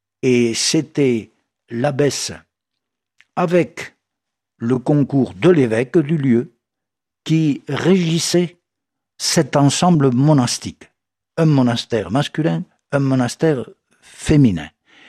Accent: France; du moins pour chez nous, en France, en Gaule.

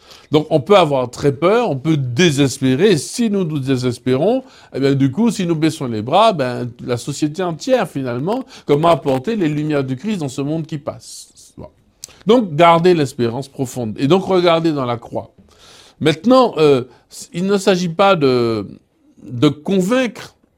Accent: French Antilles, France; comme on dit chez nous aux Antilles

